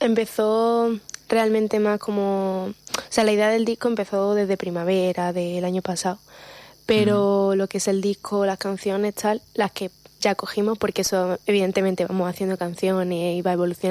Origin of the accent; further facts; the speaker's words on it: Málaga, Andalusia, Spain; yo soy malagueña, ¿no? Pero yo además, pues, siempre he vivido, pues, muy cerquita del mar.